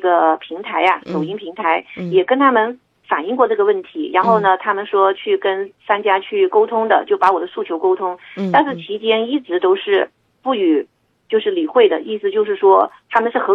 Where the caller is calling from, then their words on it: Wuhan, Hubei, China; 因为我是武汉的，我是武汉的消费者